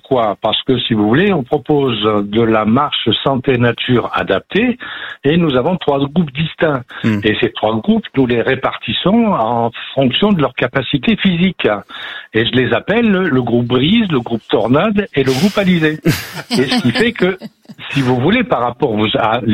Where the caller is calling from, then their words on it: Jarny, Grand Est, France; je suis en Meurthe-et-Moselle, sur Jarny